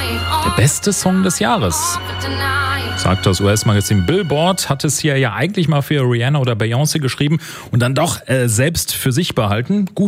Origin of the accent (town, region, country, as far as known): Cologne, North Rhine-Westphalia, Germany; born there